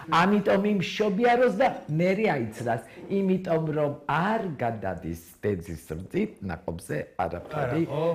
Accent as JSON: {"language": "Georgian", "region": "Tbilisi", "country": "Georgia", "said": "თბილისელი ვარ, თბილისურად მოვიქცევი."}